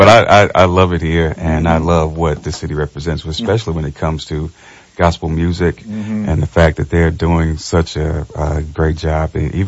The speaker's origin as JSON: {"language": "English", "town": "Clarksdale", "region": "Mississippi", "country": "United States", "tie": "born or raised there", "said": "Clarksdale, Mississippi"}